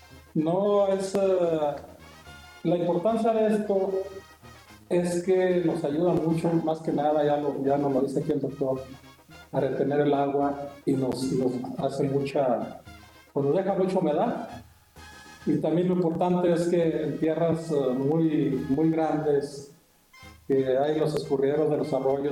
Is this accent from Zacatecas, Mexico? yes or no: yes; Chachuit, Zacatecas, Mexico; yo vengo de Chachuit, Zacatecas.